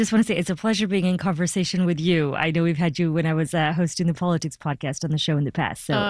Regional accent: United States; one of the things that I will say I think is really eye-opening to me as an American

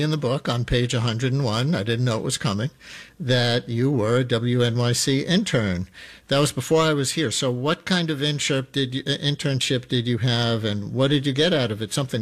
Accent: New York City, New York, United States; also born or lived in the Bronx; I was born in the Bronx and raised in Queens, so I've got it twice.

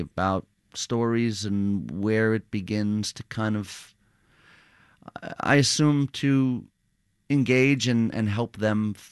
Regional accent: Queens, New York, United States; I think part of what drew me to this is an understanding of how, in growing up in Queens, it's not that dissimilar

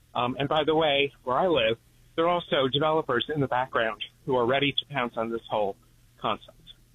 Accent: Long Island, New York, United States; now in Westchester, United States; I grew up on Long Island.

